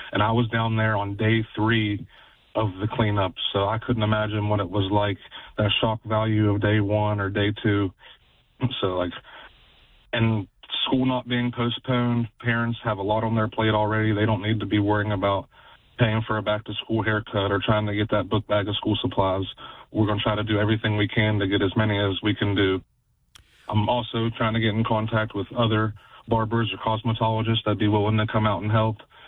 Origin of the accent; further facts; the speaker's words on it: Weston, United States; right now I'm being sent back to my hometown of Weston during a dark time to be a light.